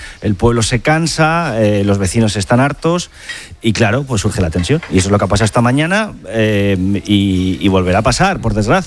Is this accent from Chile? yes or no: no; Spain